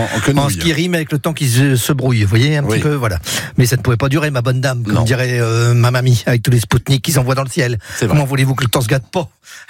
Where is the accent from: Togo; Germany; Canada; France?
France; northern France; nous, on est Nord de la France.